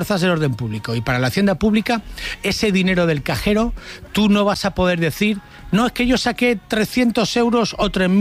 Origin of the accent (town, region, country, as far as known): Valencia, Valencian Community, Spain; born or raised there